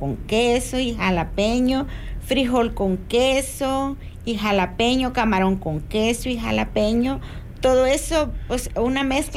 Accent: El Salvador; moved away; soy salvadoreña

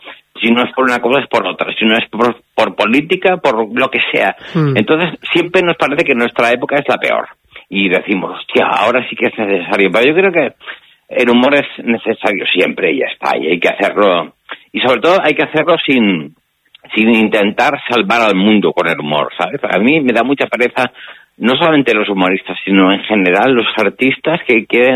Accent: Barcelona, Catalonia, Spain; yo soy de Barcelona, sí.

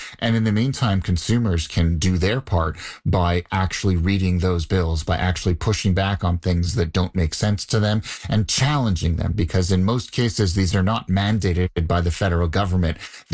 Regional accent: Canada; Canada is a country that the landmass is larger than the US, but our population is only 1/8 the size.

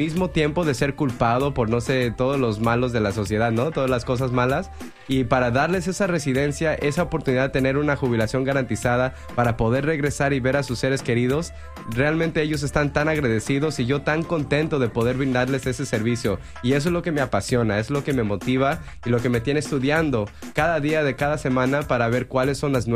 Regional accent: Davis, California, United States; Ya que soy originario de Davis y Sacramen

